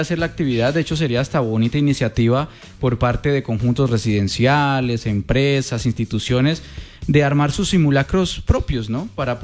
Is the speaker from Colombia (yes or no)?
yes; Cali, Valle del Cauca, Colombia; encontrarnos de nuevo como caleños.